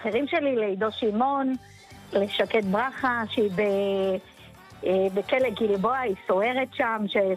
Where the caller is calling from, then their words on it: Tiberias, Northern District, Israel; אני מטבריה.